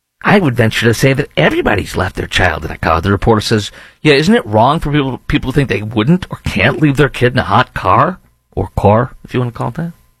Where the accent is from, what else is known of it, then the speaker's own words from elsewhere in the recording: Chicago, Illinois, United States; And we'll juxtapose it with the serious crime problem as well on steroids in Chicago, my hometown.